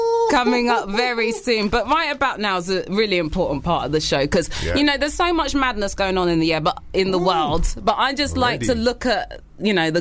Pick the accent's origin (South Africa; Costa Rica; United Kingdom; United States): United Kingdom; we're British